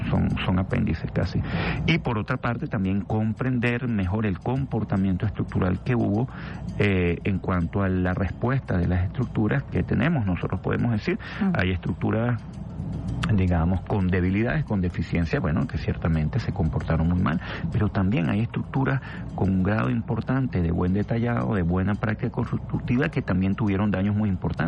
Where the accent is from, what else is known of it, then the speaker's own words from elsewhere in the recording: Venezuela; yo resumo dos cosas principales que tenemos que asumir como venezolanos.